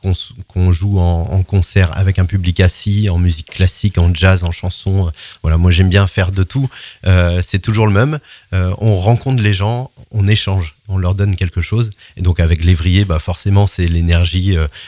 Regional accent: Brittany, France; Et donc, moi, j'ai grandi sur le Pays de l'Orient.

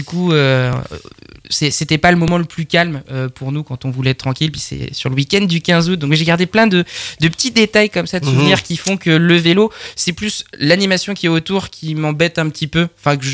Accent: Loudéac, Brittany, France; also born or lived in Hémonstoir; Moi, je viens de Loudéac. Et à Loudéac, c'est le vélo un peu qui est le sport roi, là, en centre-Bretagne.

